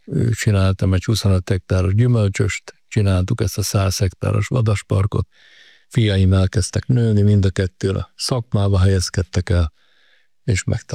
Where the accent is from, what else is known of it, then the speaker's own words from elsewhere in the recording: Nagybátony, Nógrád, Hungary; Hát a Nógrád megyének a keleti végéből származom, nagybátonyi vagyok, a gyerekkoromat az Agydorónál az erdő közepén töltöttem